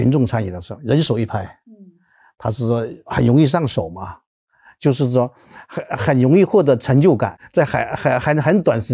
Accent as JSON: {"language": "Chinese", "country": "China", "said": "我们中国人对这种隔网运动，对这种小球类的运动特别自信"}